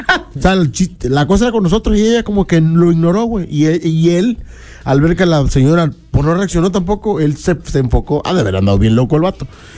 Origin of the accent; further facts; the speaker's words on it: Mexico; ya uno como mexicano.